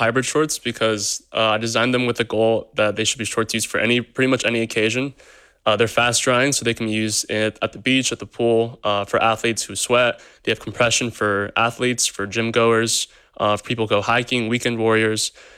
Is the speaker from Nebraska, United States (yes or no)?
no; Sacramento, California, United States; I'm from Sacramento, California